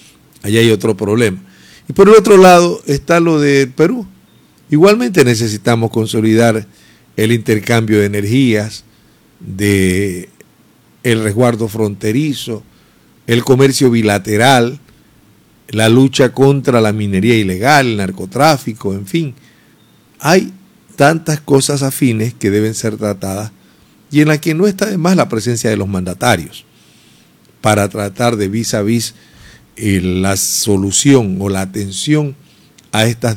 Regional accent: Ecuador; que somos los ecuatorianos

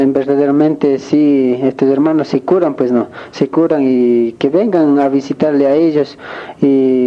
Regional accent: Guamote, Chimborazo, Ecuador; vengo desde Guamote.

